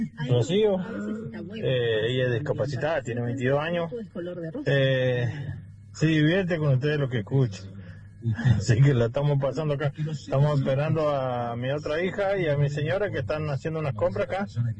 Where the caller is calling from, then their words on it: Rama Caída, Mendoza, Argentina; de Rama Caída.